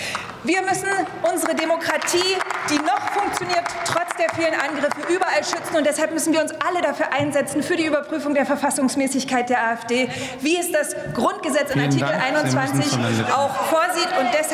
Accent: East Germany, Germany; Als Ostdeutsche

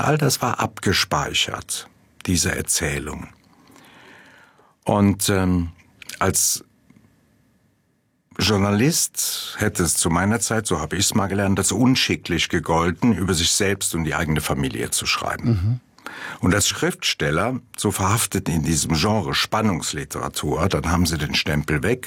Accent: Eifel, Germany; Das Buch hat mir geholfen, ein Stück meinen Frieden zu machen mit einigen Menschen, mit meiner Heimatstadt.

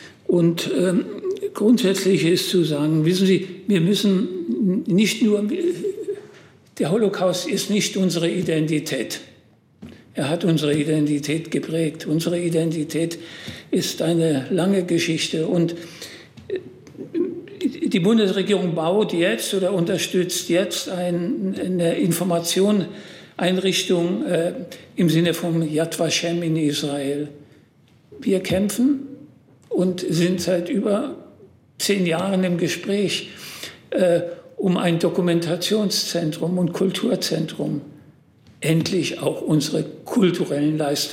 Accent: Germany; In erster Linie sind wir Deutsche, wir leben hier in diesem Land und wir bekommen von diesem Land alles, was wir brauchen

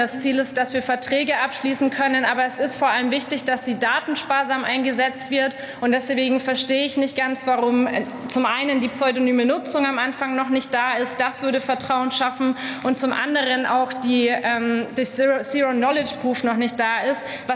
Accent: Nuremberg, Bavaria, Germany; Im Moment in meiner Heimatstadt Nürnberg wurde eine Haushaltssperre verhängt.

